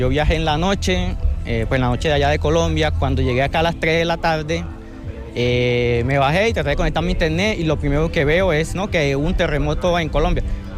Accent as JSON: {"language": "Spanish", "town": "Alicante", "region": "Valencian Community", "country": "Spain", "said": "Yo soy de Alicante, pero ahora venimos de Gandía, que hemos estado allí unos días."}